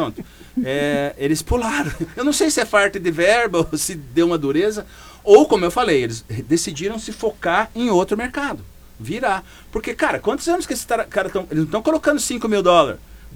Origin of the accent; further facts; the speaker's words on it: Brazil; sou do Brasil.